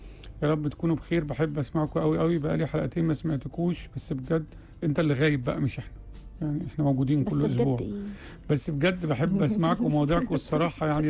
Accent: Tunisia; السلام عليكم،

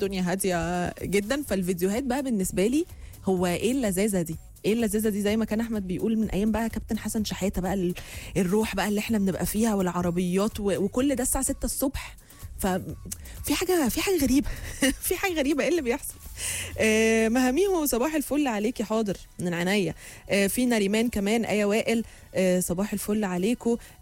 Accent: Egypt; ويلا نبقى فخورين ان احنا مصريين

